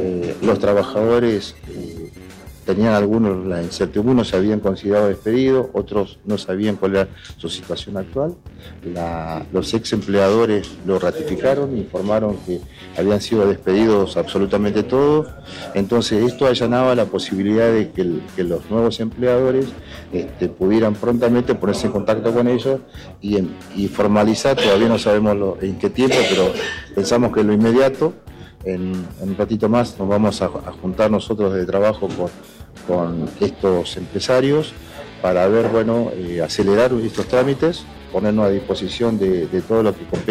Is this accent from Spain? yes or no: no; Caleta Olivia, Santa Cruz, Argentina; lo conozco porque soy de Caleta Olivia